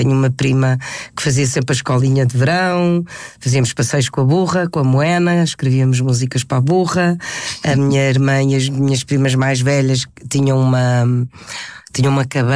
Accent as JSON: {"language": "Portuguese", "country": "Spain", "tie": "born or raised there", "lives_now": "Portugal", "said": "Fui criada em Espanha, estudei num colégio espanhol a vida toda. Quando vim para Portugal, ao"}